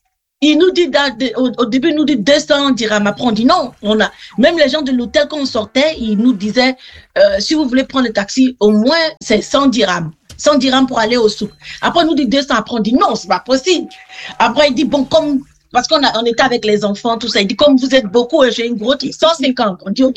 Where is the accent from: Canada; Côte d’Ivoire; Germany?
Côte d’Ivoire; Et Yunuske nous a demandé, vous venez d'où? Après, on dit de la Côte d'Ivoire.